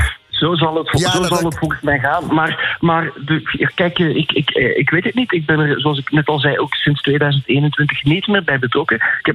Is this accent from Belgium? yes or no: yes; Belgium; Ik ben als Belg ook een fan van jullie in Nederland.